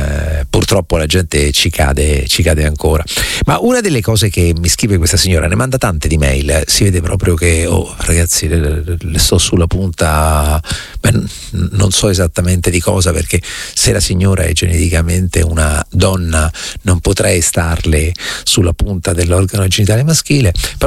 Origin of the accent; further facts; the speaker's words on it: Rome, Lazio, Italy; born there; perché io sono romano, io sono romana. ok? Sono nata a Roma.